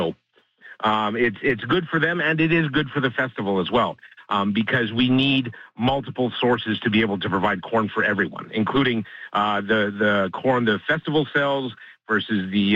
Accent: Morden, Manitoba, Canada; I grew up, I was born and raised in Morden, and I've spent most of my life here.

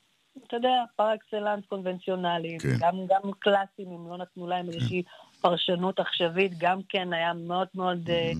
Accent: Jerusalem, Jerusalem District, Israel; born there; ולירושלים, העיר שבה נולדתי

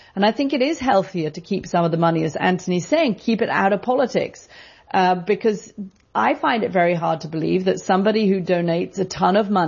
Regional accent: United Kingdom; accent: British; now in United States

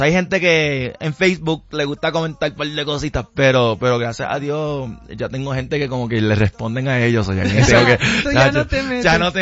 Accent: Puerto Rico; born or raised there

